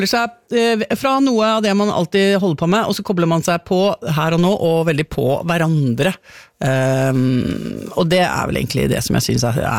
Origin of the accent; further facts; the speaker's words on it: Toten, Innlandet, Norway; du minner meg om gården der jeg vokste opp på Toten.